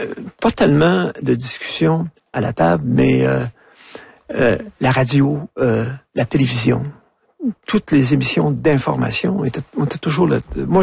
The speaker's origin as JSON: {"language": "French", "region": "Quebec", "country": "Canada", "said": "Puis il m'a surtout appris à aimer mon pays, le Québec."}